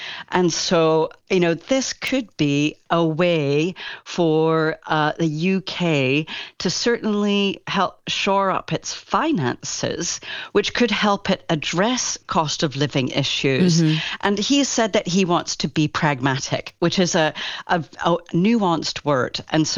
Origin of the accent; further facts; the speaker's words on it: Kelowna, British Columbia, Canada; And I mean, I'm from Kelowna. I just spoke to my mom in Canada